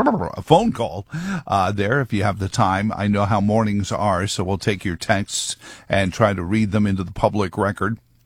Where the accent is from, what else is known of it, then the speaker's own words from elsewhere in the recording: New York City, New York, United States; I grew up in New York City, and we used to have a word for it.